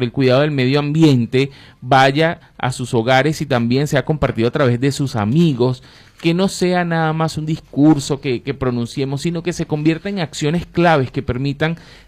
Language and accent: Spanish; Caracas, Capital District, Venezuela; Soy de la parroquia Sucre, profesora.